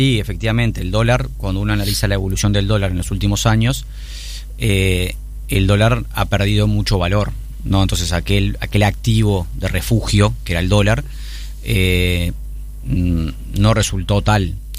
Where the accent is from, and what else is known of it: Uruguay